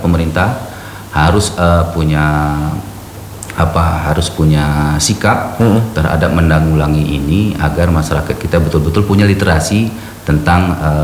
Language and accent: Indonesian; Aceh, Indonesia; kita orang Gayo